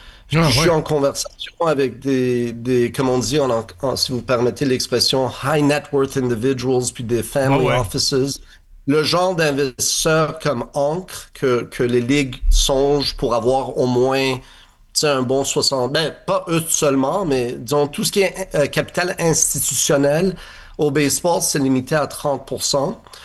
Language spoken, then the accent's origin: French; Montreal, Quebec, Canada; je suis Montréalais, je suis Québécois, je suis ici, je suis bilingue